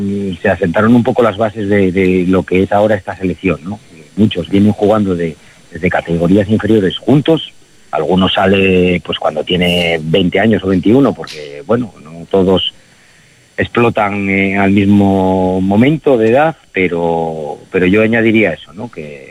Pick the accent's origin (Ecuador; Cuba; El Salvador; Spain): Spain; Asturias; Somos asturianos todos.